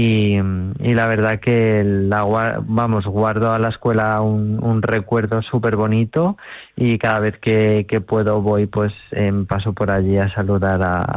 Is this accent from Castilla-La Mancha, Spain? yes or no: yes; Marchamalo, Castilla-La Mancha, Spain; also born or lived in Guadalajara; now in Madrid, Spain; pienso en mi pueblo con un punto de rencor por esto, pero bueno, también soy muy marchamalero